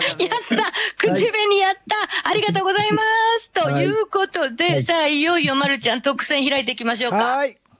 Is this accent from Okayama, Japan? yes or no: yes; Okayama, Japan; accent: Okayama-ben; で、つい岡山弁が出てすいません。興奮すると出ますね。